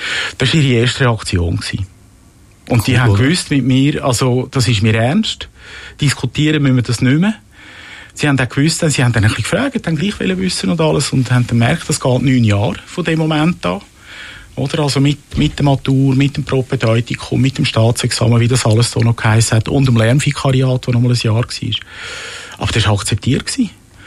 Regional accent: Rümlang, Zurich, Switzerland; Ich bin zu Römlang, wo ich aufgewachsen bin, früh sozialisiert worden, kirchlich.

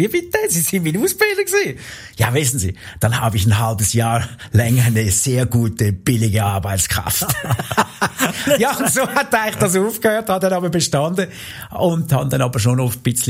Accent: Zurich, Switzerland; now in Lucerne, Switzerland; ich habe aber extrem Mühe gehabt am Anfang auch als Zürcher in Luzern. Also, mache eine Lehre in Luzern als Zürich-Schnurri.

